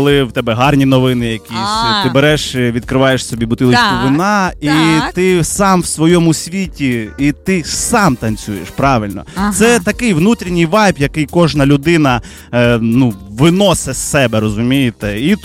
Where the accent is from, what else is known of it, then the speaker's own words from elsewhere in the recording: Huliaipole, Zaporizhzhia Oblast, Ukraine; now in Kyiv, Ukraine; з Гуляйполя, з мальовничого села Приютна. Там народився, там виріс, там виросли мої батьки, мої діди, прадіди, всі виросли там, і тепер я в Києві, як бачите.